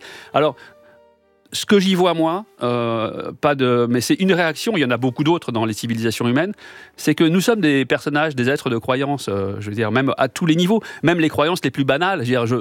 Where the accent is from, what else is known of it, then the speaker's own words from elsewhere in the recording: Paris, Île-de-France, France; also born or lived in Sarcelles; je suis né à Sarcelles. Ouais. Voilà, où j'ai passé les 5 premières années, donc avec quelques souvenirs d'enfance, évidemment, de ma vie à Sarcelles, et ensuite à Paris, dans le 11e arrondissement que j'appréciais beaucoup.